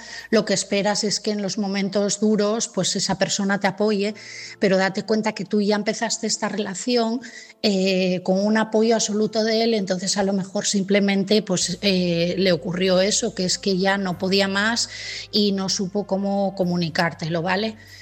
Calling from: Asturias, Spain; de Asturias y mi mensaje esta noche es para Silvia.

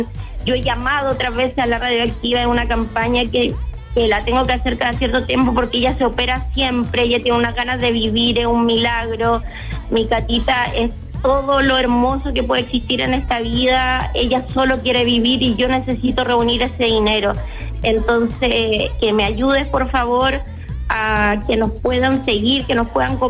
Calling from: Talcahuano, Biobío, Chile; Lo que pasa es que yo soy de Talcahuano.

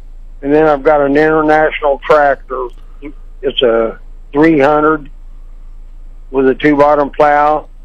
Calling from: Waverly, Missouri, United States

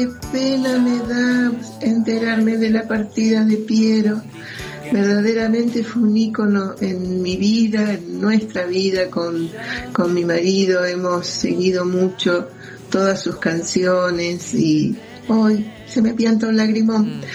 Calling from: Buenos Aires, Argentina

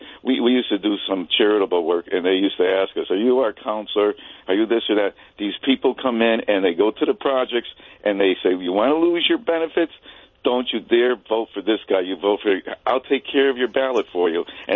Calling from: Connecticut, United States; I'm from Connecticut

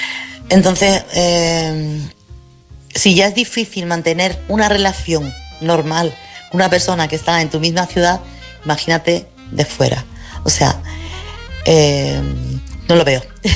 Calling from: Chiclana de la Frontera, Andalusia, Spain; de Chiclana.

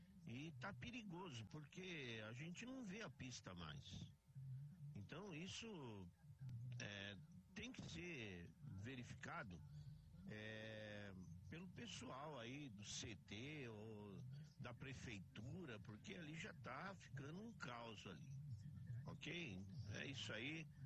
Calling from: São Paulo, Brazil; sou aqui da Penha. É, ali no final da rua, da Avenida Governador Cavalho Pinto, a Ticuatira, na entrada ali da Fernão Dias para Marginal

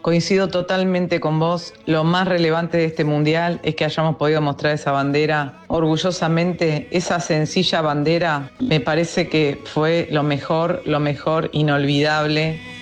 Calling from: Campana, Buenos Aires Province, Argentina; de Campana

